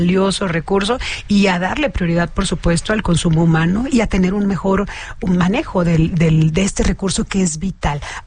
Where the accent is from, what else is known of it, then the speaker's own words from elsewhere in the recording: Hermosillo, Sonora, Mexico; De Hermosillo, Sonora. Y bueno, yo soy de una colonia popular allá en Hermosillo.